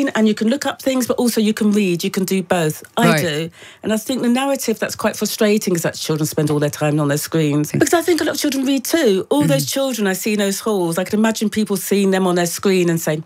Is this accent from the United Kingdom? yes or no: yes; England, United Kingdom; I'm not Scottish, I'm not Welsh. I'm very definitely English.